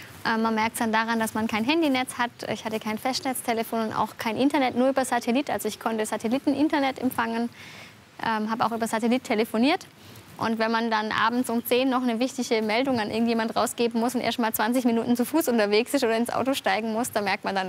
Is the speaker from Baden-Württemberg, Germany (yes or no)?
yes; Baiersbronn, Baden-Württemberg, Germany; bin jetzt auch nur umgezogen, weil ich in meinem Heimatort in Bayersbronn einen Hof kaufen konnte.